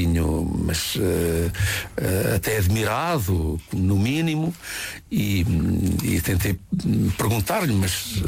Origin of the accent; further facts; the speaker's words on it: Centro, Portugal; eu venho de uma zona que fica no centro do país, a minha terra natal é uma aldeia